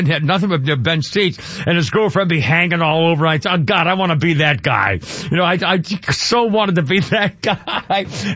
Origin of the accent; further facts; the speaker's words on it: New England, United States; the first one I saw as a kid growing up in New England when I was probably, I don't know, I guess 15, 14, no, maybe 13, 14.